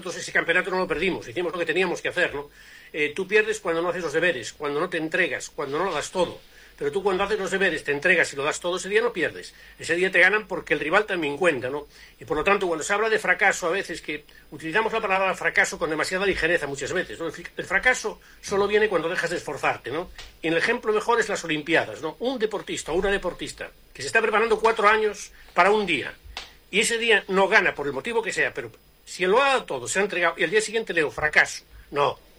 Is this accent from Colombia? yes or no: no; Galicia, Spain; yo soy gallego de verdad, yo soy de Galicia